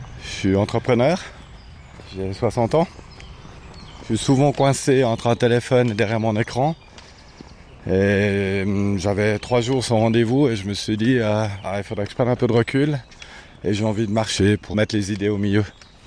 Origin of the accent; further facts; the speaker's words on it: Vevey, Vaud, Switzerland; born there; Je suis né à Vevey. Donc en tant que gamin, il m'arrivait de monter dans ces coins, aux Pléiades.